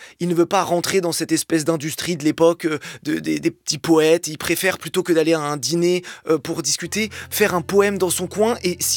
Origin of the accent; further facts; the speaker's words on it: Algeria; moi, en tant qu'Algérien, il y a évidemment le rapport entre l'Algérie et la France est particulier.